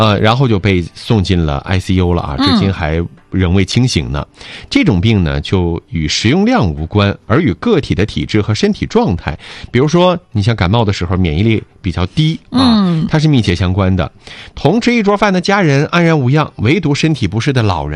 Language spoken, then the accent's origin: Chinese; Northeast China, China; 蚕蛹是我们东北人记忆里的家乡味道